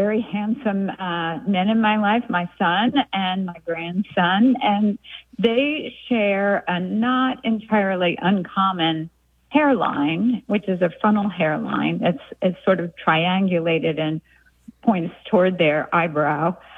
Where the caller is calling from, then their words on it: Kilmarnock, Virginia, United States; I'm calling from Kilmarnock, Virginia.